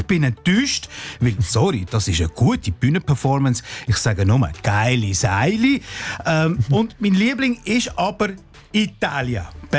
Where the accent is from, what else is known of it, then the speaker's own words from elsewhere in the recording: Austria; aus meinem Heimatland Österreich